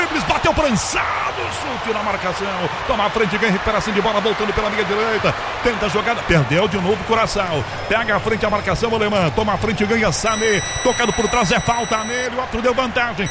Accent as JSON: {"language": "Portuguese", "town": "Votuporanga", "region": "São Paulo", "country": "Brazil", "said": "É, como nós caipiras de Votuporanga falamos, Queçada."}